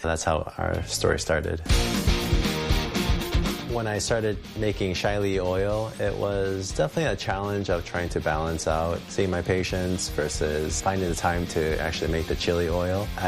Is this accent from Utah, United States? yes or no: no; Chicago, Illinois, United States; I was born and raised in Chicago, lived here my entire life.